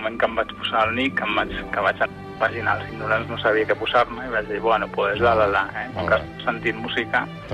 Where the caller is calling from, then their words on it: Barcelona, Catalonia, Spain; Soc de la República Independent de Gràcia.